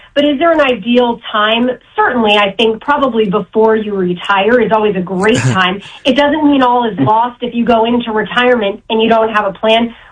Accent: Boston, Massachusetts, United States; You know, I am a Bostonian. I do not sound like it. I know that.

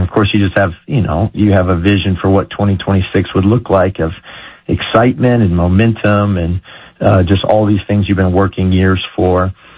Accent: San Antonio, Texas, United States; like you said, I'm a Texas boy. I grew up in San Antonio, and after I graduated from Texas A&M, I came back to San Antonio

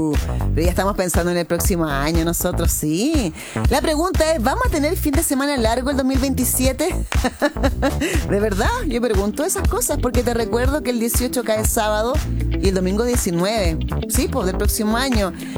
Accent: Chile

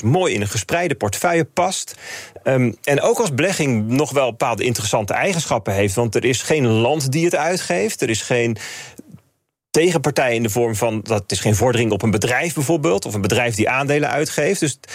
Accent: Netherlands

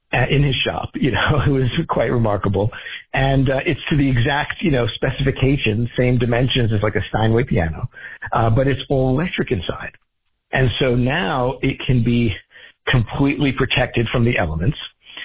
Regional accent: New York City, New York, United States; as much as I love bringing it to my hometown, just like you, of New York City

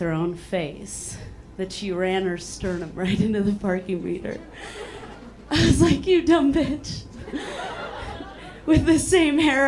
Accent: Chicago, Illinois, United States

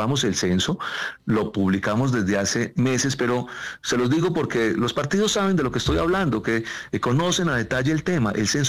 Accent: Colombia; Eso debería alegrarnos como colombianas y como colombianos.

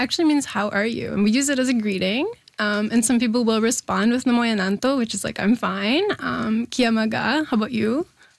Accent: Winnipeg, Manitoba, Canada; I'm from Winnipeg.

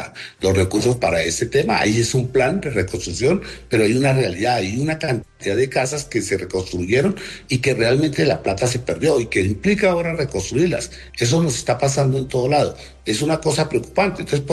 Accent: Colombia; es que como colombianos hacer una veeduría

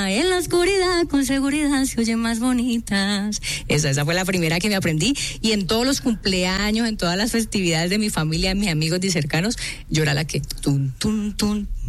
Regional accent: Cali, Valle del Cauca, Colombia; soy caleña y me encanta la salsa, crecí escuchando salsa y bailando salsa

